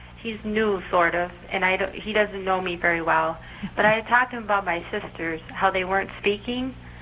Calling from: Frankfort, New York, United States; Frankfurt, New York

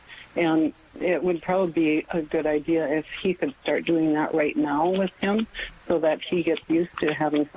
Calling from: North Dakota, United States; but I'm from North Dakota

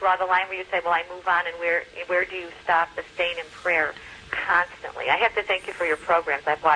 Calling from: Chicago, Illinois, United States; Sister, I'm from Chicago, mm-hmm. or a suburb of Chicago

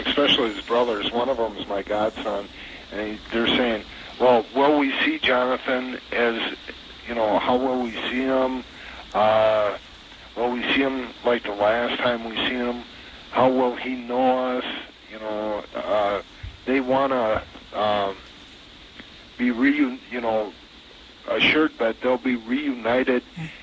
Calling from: Beaver Dam, Wisconsin, United States; Beaver Dam, Wisconsin.

